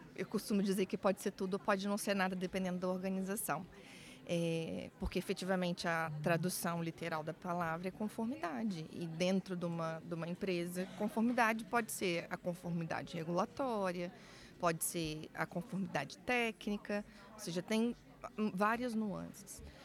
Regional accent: Brazil; now in Portugal; do Brasil, de onde eu venho

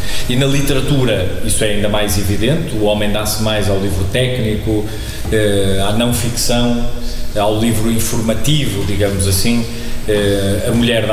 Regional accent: Espinho, Norte, Portugal; also born or lived in Porto; eu nasci no Porto, e quando eu tinha 2 anos, os meus pais foram colocados em Espinho. E quando fomos para Espinho morar

